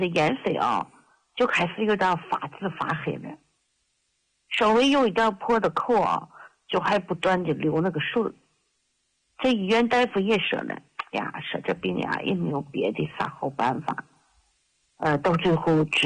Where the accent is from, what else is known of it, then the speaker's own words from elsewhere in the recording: Xianyang, Shaanxi, China; 我是咸阳的。